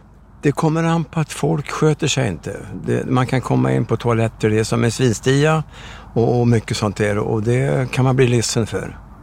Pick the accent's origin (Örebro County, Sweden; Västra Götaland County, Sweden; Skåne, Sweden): Örebro County, Sweden; Kumla; så vi hälsar på dem, för vi kommer från Kumla nämligen.